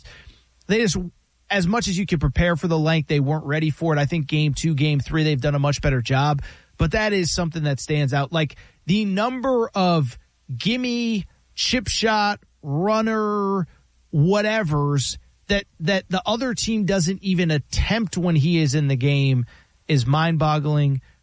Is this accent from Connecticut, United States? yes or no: yes; Connecticut, United States; growing up in Connecticut, we watch basketball.